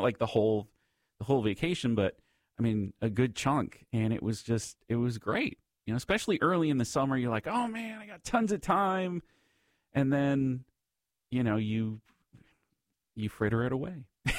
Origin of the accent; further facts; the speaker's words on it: Miami, Florida, United States; now in Tampa Bay area, United States; I remember even before I moved up to the Tampa Bay area, I was born and raised down in Miami